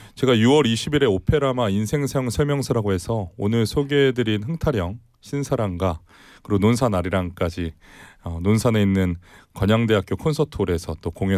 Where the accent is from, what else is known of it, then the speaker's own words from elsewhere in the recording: South Korea; 제가 한국 사람인데도 불구하고